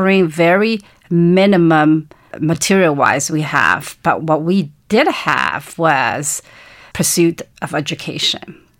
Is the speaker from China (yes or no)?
yes; China; So I was born and raised in China during the Cultural Revolution.